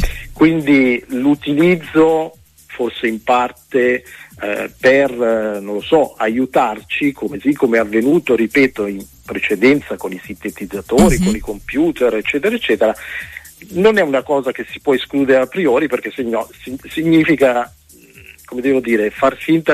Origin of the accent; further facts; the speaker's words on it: northern Italy, Italy; accent: northern; now in Brindisi province, Italy; io sono di origine campana, sono napoletano di origine, però sono cresciuto al nord, però insomma la mia famiglia mi ha sempre fortemente legato alle mie origini mediterranee.